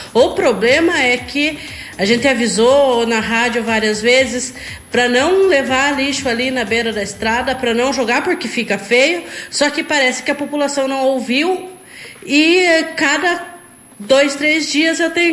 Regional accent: Bituruna, Paraná, Brazil; now in Mallet, Brazil; Eu venho de Bituruna lá não tinha rota no interior, não tinha coleta no interior. Eu me criei no interior

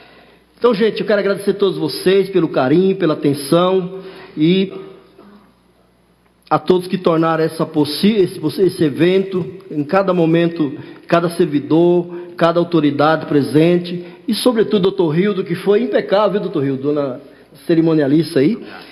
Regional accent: Northeast Region, Brazil; now in São Paulo, Brazil; Especialmente as pessoas que são da região lá de onde eu sou, de onde eu vim também, muitos nordestinos que veio da... Você não veio do Nordeste, mas eu vim da roça, trabalhava de enxada. E vim para São Paulo

